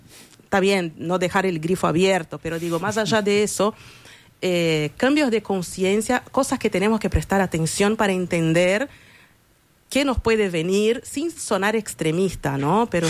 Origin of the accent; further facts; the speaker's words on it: Brazil; Spanish is a second language; now in Uruguay; por lo menos yo que soy brasileña